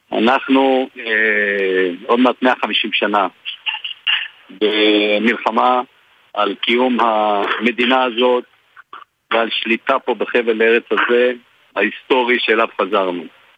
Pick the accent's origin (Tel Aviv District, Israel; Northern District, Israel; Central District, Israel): Northern District, Israel; אני גדלתי בצפון דרך אגב, אני נולדתי במושב זה אליעזר וגדלתי והתחנכתי שם.